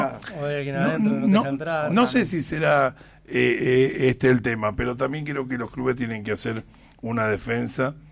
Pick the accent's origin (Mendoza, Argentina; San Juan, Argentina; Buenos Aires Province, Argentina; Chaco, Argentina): Buenos Aires Province, Argentina; Berazategui; somos todos de Berazategui.